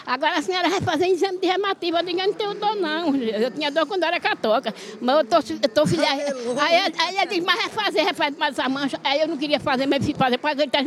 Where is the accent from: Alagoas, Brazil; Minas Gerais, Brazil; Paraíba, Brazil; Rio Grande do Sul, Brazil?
Paraíba, Brazil; moved away; Eu vim da Paraíba em 2010, morrendo, coração inchado, não tinha médico, tinha nada, tinha cirurgia, vim na Paraíba, sofrendo, e meu marido.